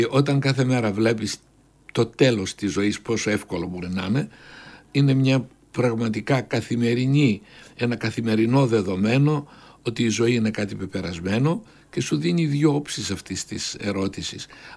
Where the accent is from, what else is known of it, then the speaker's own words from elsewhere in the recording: Polichnitos, North Aegean, Greece; born there; Γεννήθηκα στον Πολυχνίο της Μυτιλίνης, ένα χωριό ωραιότατο τότε.